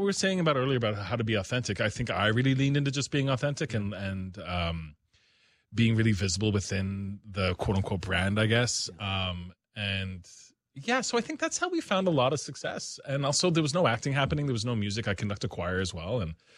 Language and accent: English; Newfoundland and Labrador, Canada